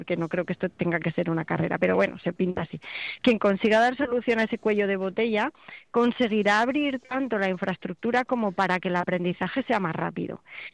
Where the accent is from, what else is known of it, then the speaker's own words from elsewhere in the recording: Extremadura, Spain; moved away; como ya os digo que soy extremeña